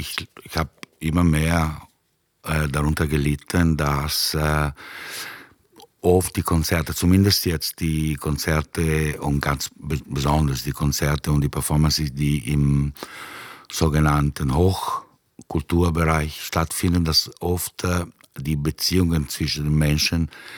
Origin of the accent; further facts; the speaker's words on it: Milan, Lombardy, Italy; Da, hier in dem Lied geht es um eine leere Stadt, so wie Milano, eine leere Stadt, wo ich herkomme. Ganz leere Stadt und ganz heiße Stadt am heutigen Tag.